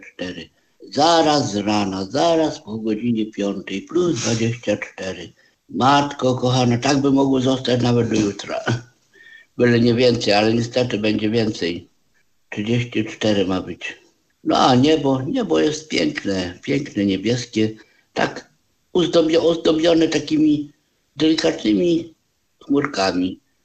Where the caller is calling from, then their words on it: Bytom, Silesian Voivodeship, Poland; z Bytomia się kłania.